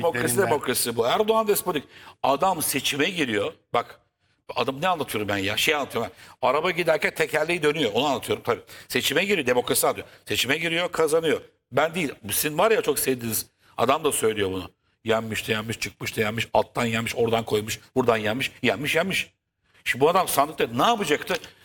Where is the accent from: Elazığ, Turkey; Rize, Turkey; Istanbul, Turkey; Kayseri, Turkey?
Istanbul, Turkey; Ben de İstanbulluyum.